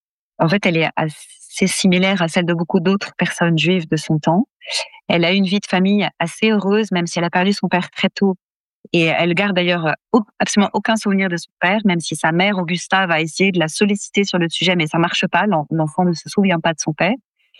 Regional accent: France; Et il n'est pas rare, en tout cas chez nous en France, que quand on fait de la recherche, on soit sollicité ensuite pour en faire part aux autres

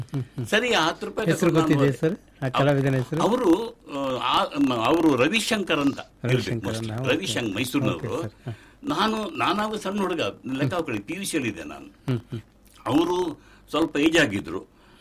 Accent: Mangaluru, Karnataka, India; born there; also born or lived in Kerala / Bengaluru / Puttur; ನಾನು ಹುಟ್ಟಿದ್ದು ಕೇರಳ, ಬೆಳೆದಿದ್ದು ಮಂಗಳೂರು, ಕಲ್ತಿದ್ದು ಬೆಂಗಳೂರು. ಆದರೆ 10ನೇ ತನಕ ಬೆಂಗಳೂರು ಕಲಿತು ವಾಪಸ್ ನಾನು ಮಂಗಳೂರಿಗೆ ಬಂದಾಗ ಮಂಗಳೂರಿನಲ್ಲಿ first P U C Ganapati ಕಾಲೇಜಲ್ಲಿ ಮಾಡಿದೆ.

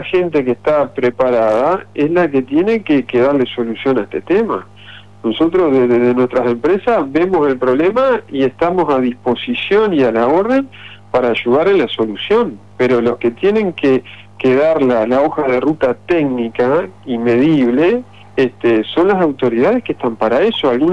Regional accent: Uruguay; como sociedad uruguaya tenemos el debe de que no hemos podido encaminar una solución para esta situación

